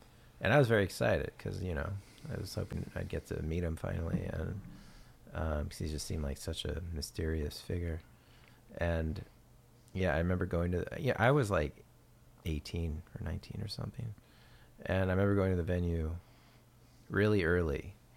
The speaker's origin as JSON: {"language": "English", "region": "Pacific Northwest", "country": "United States", "said": "I was from the Northwest"}